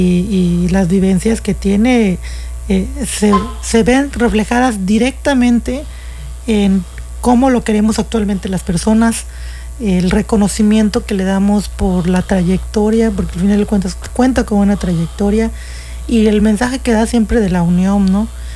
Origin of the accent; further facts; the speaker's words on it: Yucatán, Mexico; also born or lived in Chetumal, Quintana Roo; now in Quintana Roo, Mexico; a pesar de que soy de Quintana Roo y Chetumal, y mi familia parte de Cancún, yo nunca crecí aquí, yo crecí en Yucatán.